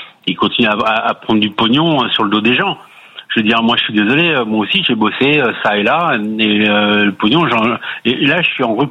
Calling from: Occitanie, France; Mias, à côté de Perpignan.

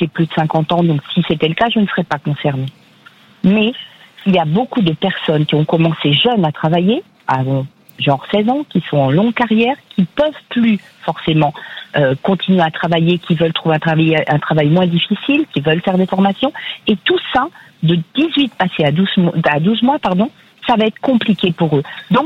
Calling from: Centre-Val de Loire, France; dans le Loiret.

